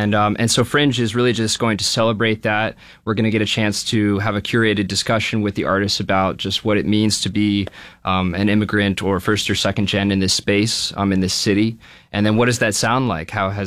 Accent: Maryland, United States; now in Rochester, United States; I came from Maryland, but Rochester's my new home.

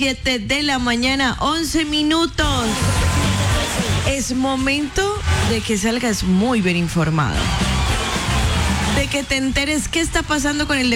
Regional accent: Cali, Valle del Cauca, Colombia; como buenos caleños, como buenos colombianos

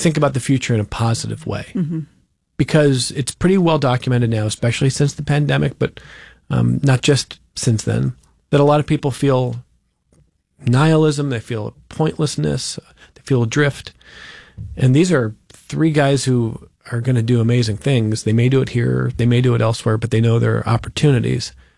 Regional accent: Cleveland, Ohio, United States; now in Rochester, United States; I mean, I love living in Rochester. I grew up in Cleveland, and I got warned before I came here, like, you're not going to want to leave.

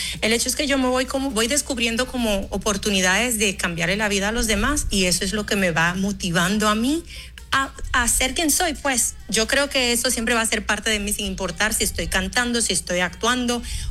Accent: Dominican Republic; also born or lived in Haiti; soy haitiana, crecí en República Dominicana, vine a vivir acá desde muy pequeñita porque mi madre fue asesinada en mi país. Nosotros crecimos aquí en República Dominicana

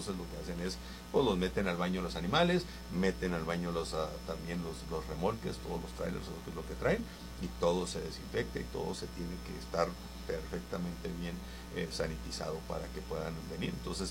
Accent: Madera, Chihuahua, Mexico; now in Ciudad Juárez, Mexico; en mis tiempos de niño en Madera, eso es lo que hacía, o sea, no, nos horreábamos la escuela y nos íbamos a arrear vacas ahí con los amigos y nos íbamos a los campos a traer, y pues fue mi vida de chico. Ya me vine para acá, para Juárez

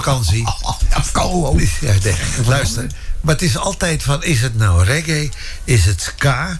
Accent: Netherlands; Ja, roepen wij maar als Nederlander.

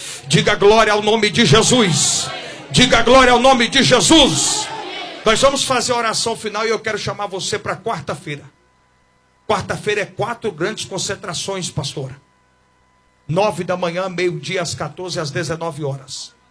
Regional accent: Goiás, Brazil; desculpa a expressão vulgar, eu sou do Goiás.

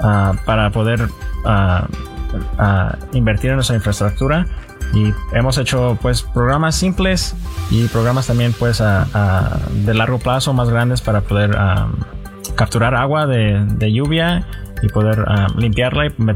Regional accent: Baldwin Park, California, United States; Pues Baldwin Park es obviamente mi ciudad favorita y es ahí donde yo crecí

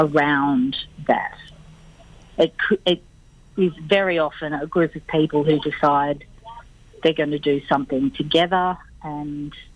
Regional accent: Canowindra, New South Wales, Australia; I know very well, I'm from Canoundra, and our community wouldn't operate without volunteers.

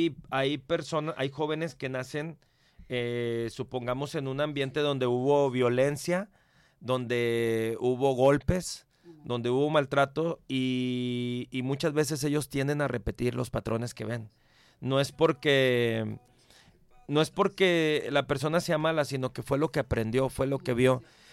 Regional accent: Mexico; Pero yo creo que aquí nosotros como mexicanos y en nuestra cultura de acá de América... realmente tenemos esa bendición de la etapa del noviazgo.

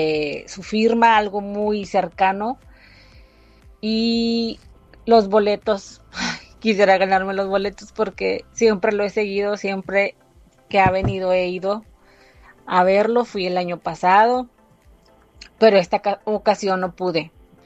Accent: Monterrey, Nuevo León, Mexico; Soy de Monterrey.

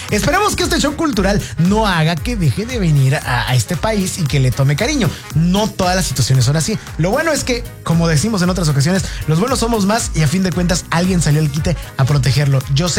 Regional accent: Mexico; Y yo si hubiera sido el alemán, es más, yo siendo mexicano, me hubiera espantado también

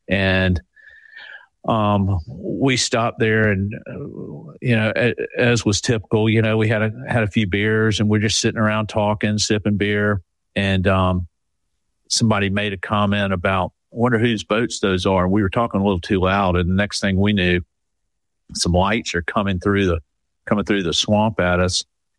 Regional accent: Point Clear, Alabama, United States; when I was growing up in Point Clear, it was not what it is today. It was not a year-round community. It was mostly a summertime community for people from Mobile.

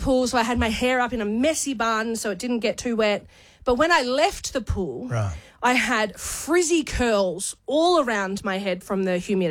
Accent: Canberra, Australian Capital Territory, Australia; moved away as an adult; So I lived a life growing up in Canberra, and then I moved away for a few years to pursue radio.

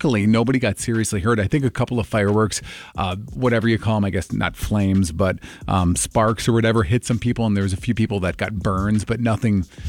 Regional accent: Duluth, Minnesota, United States; we were watching the 4th of July fireworks in my hometown of Duluth.

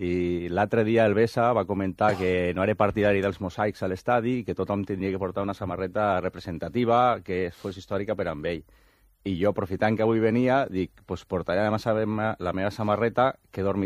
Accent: Altorricón, Aragon, Spain; Del Torricó, a la província de Huesca.

